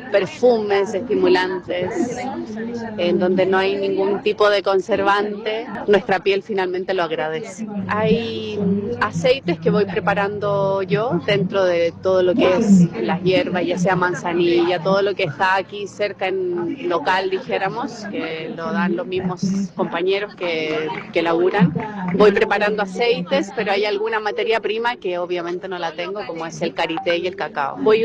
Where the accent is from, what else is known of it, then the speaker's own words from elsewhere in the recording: Chile; now in Capilla del Monte, Argentina; vengo de Chile y estoy habitando en Capilla del Monte.